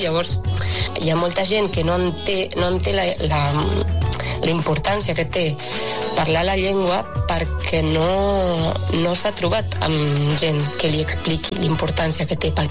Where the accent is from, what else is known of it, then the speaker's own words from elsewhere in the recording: Argentina; Catalan is a second language; now in Catalonia, Spain; Soc argentina, sí.